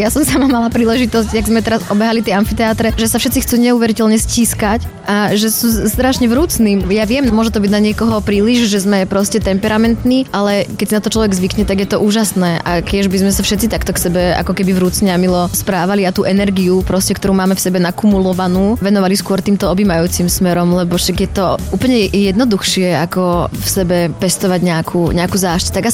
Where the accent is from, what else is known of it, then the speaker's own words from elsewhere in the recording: eastern Slovakia, Slovakia; accent: Eastern Slovak; now in Bratislava, Slovakia; pre mňa je to východňarský prízvuk. A koľkokrát ja sa tak opustím, uvoľním a normálne rozprávam, jak som zvyknutá doma.